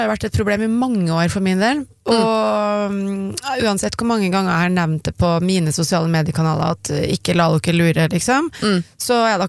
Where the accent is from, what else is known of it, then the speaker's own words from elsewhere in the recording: Zanzibar, Tanzania; now in Norway; ja, jeg kommer fra Zanzibar, ja.